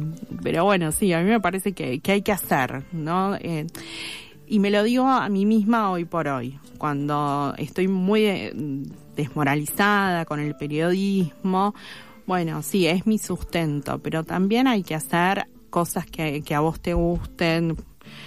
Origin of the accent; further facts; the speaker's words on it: Remedios de Escalada, Buenos Aires Province, Argentina; yo soy nacida, criada y todo en Remedios de Escalada y soy nieta de un obrero ferroviario, o sea, tengo todo, soy el manual de escaladense.